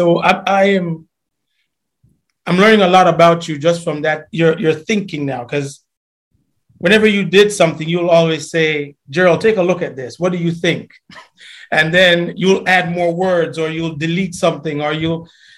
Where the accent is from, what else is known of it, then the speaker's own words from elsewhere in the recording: Jamaica; moved away; we grew up in Jamaica